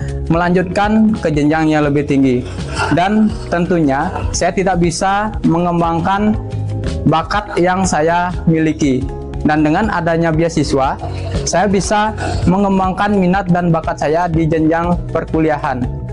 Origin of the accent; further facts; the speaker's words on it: Gitgit, Bali, Indonesia; Perkenalkan … berasal dari Gitgit.